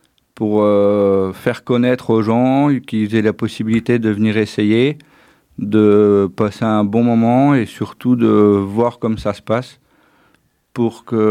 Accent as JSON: {"language": "French", "town": "Besançon", "region": "Bourgogne-Franche-Comté", "country": "France", "said": "Nous, on vient de Besançon"}